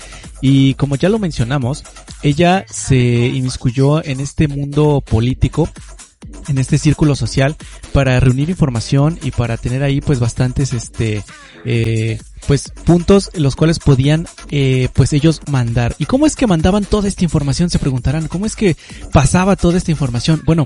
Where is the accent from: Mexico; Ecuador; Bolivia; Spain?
Mexico